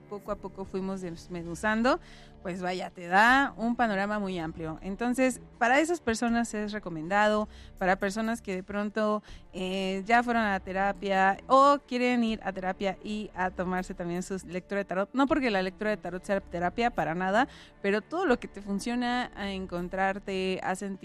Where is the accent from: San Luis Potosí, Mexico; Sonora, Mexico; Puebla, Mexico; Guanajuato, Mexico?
Puebla, Mexico; soy hija de San Manuel.